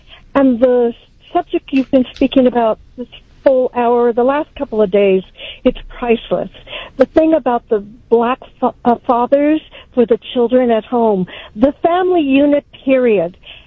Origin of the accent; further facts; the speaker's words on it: Los Angeles, California, United States; I'm Latina. Now, my mom's a little darker Mexican, my father lighter. But being born in East L.A., growing up in Central L.A.